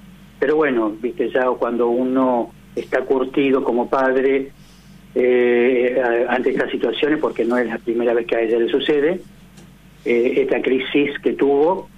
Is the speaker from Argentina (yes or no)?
yes; General Roca, Río Negro, Argentina; yo llevé adelante un proyecto de ordenanza en la ciudad de General Roca, de donde soy oriundo